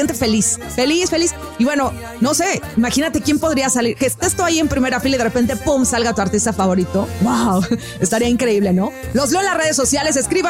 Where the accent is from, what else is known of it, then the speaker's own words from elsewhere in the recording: Mazatlán, Sinaloa, Mexico; traía actitud como somos los sinaloenses, ¿verdad? De Culiacancito para el mundo él. Y paisanos, porque también anda por allá en masa, ¿no? En mi Mazatlancito hermoso.